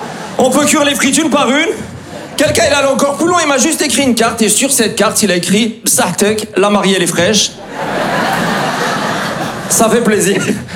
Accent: Grand Est, France; born or raised there

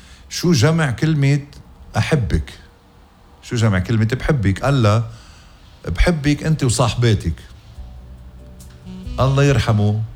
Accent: Ghazir, Keserwan-Jbeil, Lebanon; أنا بضلني أقول ضيعتي غزير، ضيعتي مطرح ما ولدت الحدد ومسقط رأسي غزير

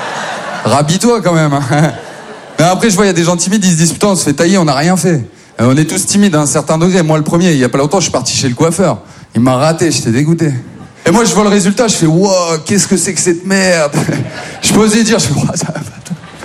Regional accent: Maubeuge, Hauts-de-France, France; now in Paris, France; Moi, je viens de Maubeuge.

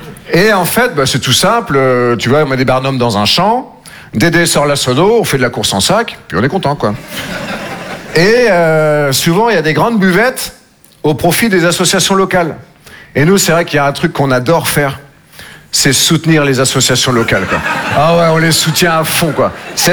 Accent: Nouvelle-Aquitaine, France

